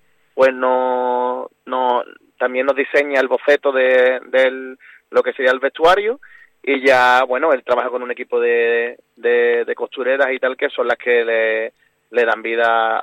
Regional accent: Cádiz, Andalusia, Spain; Para nuestra comparsa como gaditano

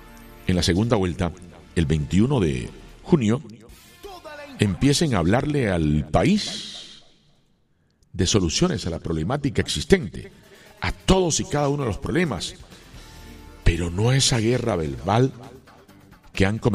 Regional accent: Colombia; deseosos como colombianos que empiece a solucionar cada una de las problemáticas que tenemos en nuestro territorio.

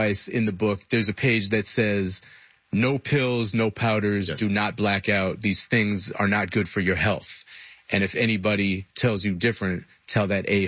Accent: Boston, Massachusetts, United States; I'm from Boston, and I grew up watching Cheers, which you were legally required to do in Boston

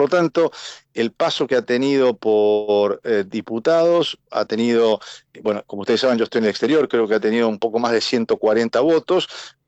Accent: Argentina; debemos como Argentina argentinos pensar y trabajar y poner cuáles son los instrumentos para un país para 48 millones de argentinos

